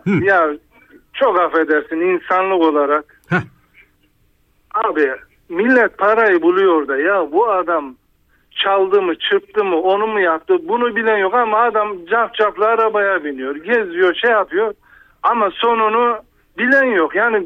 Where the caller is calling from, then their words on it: Istanbul, Turkey; Ben Fatih Onkapanı'dan arıyorum.